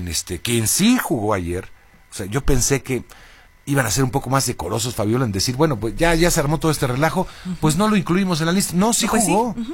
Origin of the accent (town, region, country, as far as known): Mexico